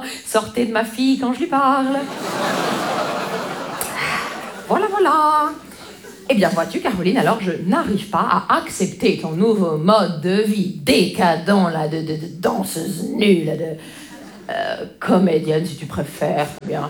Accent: Grand Est, France; Vous savez, moi, je viens des Vosges.

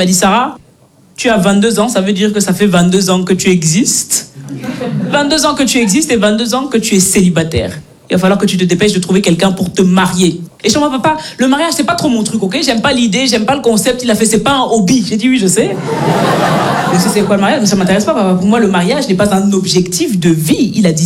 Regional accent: Belgium; born or raised there

